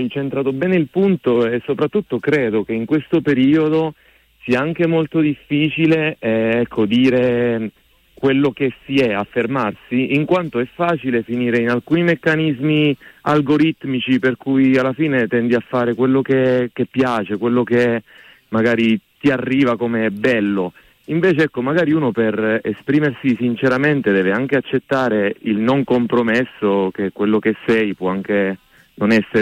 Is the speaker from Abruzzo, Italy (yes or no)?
yes; Teramo, Abruzzo, Italy; also born or lived in Venezuela; Sì, diciamo che principalmente poi sono cresciuto qui a Teramo